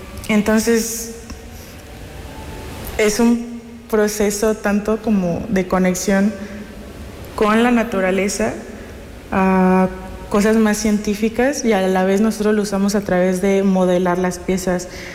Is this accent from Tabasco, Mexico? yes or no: no; Mérida, Yucatán, Mexico; la raíz de esas piezas es mi tierra, o sea, es Yucatán.